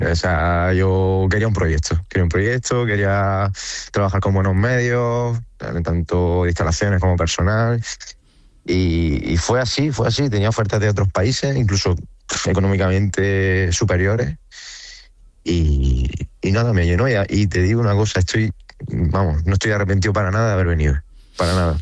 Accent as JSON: {"language": "Spanish", "country": "Spain", "said": "Hay 5, somos 5 españoles en el cuerpo técnico también"}